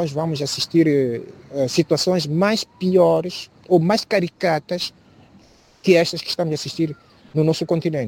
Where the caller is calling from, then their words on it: Mozambique; Aqui em Moçambique, estou a dar exemplo de Moçambique, porque eu sou moçambicano, estou aqui agora